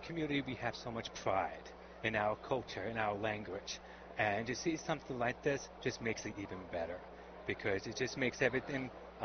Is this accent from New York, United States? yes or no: yes; Long Island, New York, United States; I grew up on Long Island, and baseball has been my number one sport growing up. And myself, I grew up as the only deaf person on the team